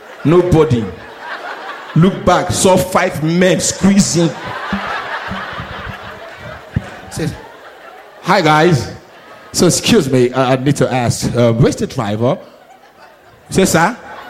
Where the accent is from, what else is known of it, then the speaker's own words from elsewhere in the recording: Nigeria; so I'm Nigerian.